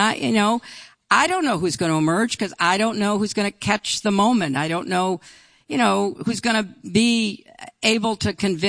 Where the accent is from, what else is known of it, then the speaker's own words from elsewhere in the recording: New York, United States; But I'm not a Mainer. I'm a New Yorker.